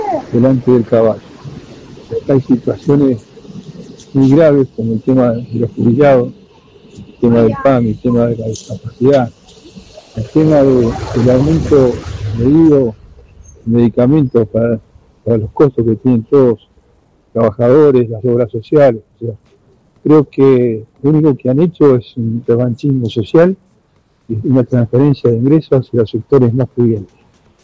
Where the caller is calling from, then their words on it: Bahía Blanca, Buenos Aires Province, Argentina; de La Blanca.